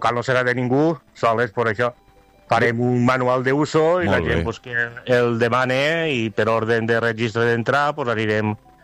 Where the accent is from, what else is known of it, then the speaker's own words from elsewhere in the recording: Valencian Community, Spain; com som els valencians, pues, és de menjar i beure